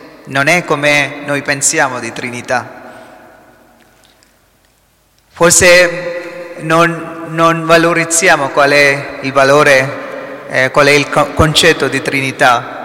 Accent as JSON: {"language": "Italian", "region": "Kerala", "country": "India", "second_language": "Italian", "moved": "yes", "lives_now": "Italy", "said": "Io sono indiano, vengo da sud di India, Kerala."}